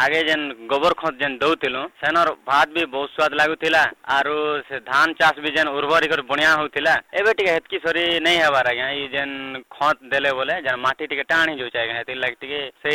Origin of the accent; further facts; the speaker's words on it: Durduri, Odisha, India; ମୋର ଗାଁ ହେଲା ଦୁରଦୁରି ଆଜ୍ଞା। ମୋର ପଞ୍ଚାୟତ ହେଲା ଦ୍ୱାରସୁନି